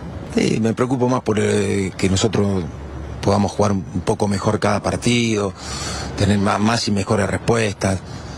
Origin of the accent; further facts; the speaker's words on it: Argentina; Nosotros somos argentinos, ¿viste?